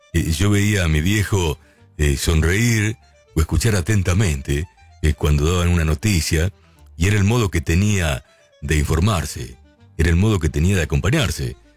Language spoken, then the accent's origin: Spanish; Lincoln, Buenos Aires Province, Argentina; born there; moved away as an adult; now in Buenos Aires, Argentina